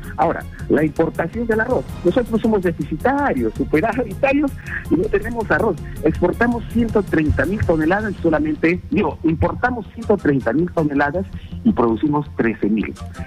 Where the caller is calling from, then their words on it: Yurimaguas, Loreto, Peru; yo soy de Yurimaguas, acá tenemos una asociación de arroceros